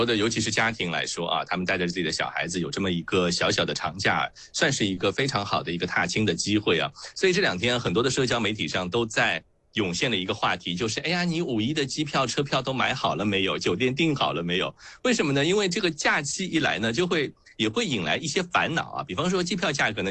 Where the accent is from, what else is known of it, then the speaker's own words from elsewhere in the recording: Shanghai, China; 但是对于我们上海话来说虽然都是同一个字